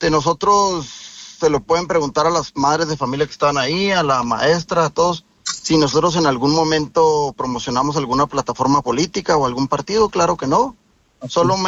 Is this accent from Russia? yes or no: no; Camargo, Mexico; nosotros aquí somos de Camargo